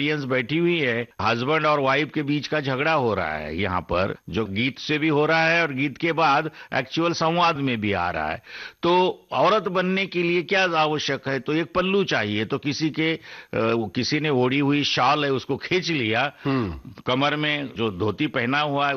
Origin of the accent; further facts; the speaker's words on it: Dardwadi, Maharashtra, India; जो मेरा गांव है दरडवाड़ी, वहां की भारूढ़ मंडली बहुत फेमस थी